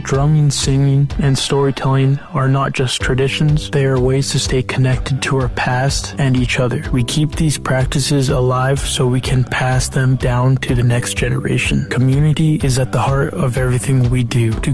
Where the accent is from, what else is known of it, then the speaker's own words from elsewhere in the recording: British Columbia, Canada; I'm from the Tahltan Nation.